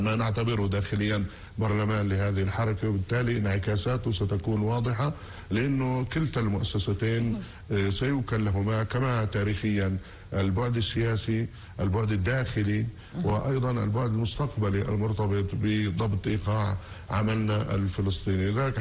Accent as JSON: {"language": "Arabic", "country": "Palestine", "said": "أنا فخور كفتحاوي، فخور كفلسطيني"}